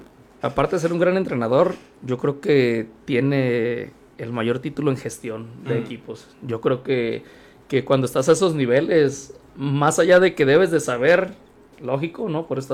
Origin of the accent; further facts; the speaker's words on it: Mexico; como buenos mexicanos también nosotros ahí